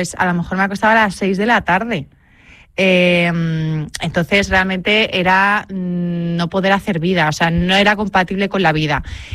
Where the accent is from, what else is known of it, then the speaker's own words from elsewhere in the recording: Andalusia, Spain; accent: Andalusian; La gente, o sea, muy de mi tierra, la gente de mi tierra con esta acento andaluz maravilloso dice, niña, pero sonríe un poco, que no se te ve los dientes.